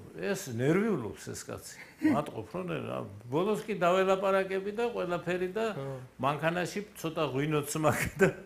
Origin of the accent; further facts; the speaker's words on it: Kartli, Georgia; მე ხო ქართლელი ვარ წარმოშობით